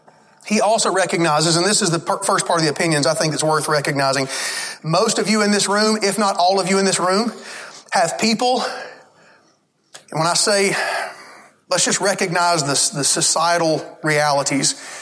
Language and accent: English; Alabama, United States; I know I grew up in Alabama.